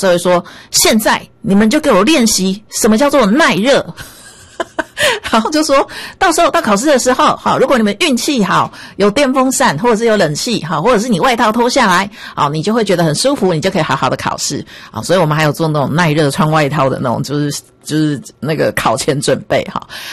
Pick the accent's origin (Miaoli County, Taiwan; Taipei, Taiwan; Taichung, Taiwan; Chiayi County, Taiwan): Taipei, Taiwan; 尤其是以我们台北人来讲的话，今天你如果去宜兰玩，你不想住宿，要当天来回也是会悔啦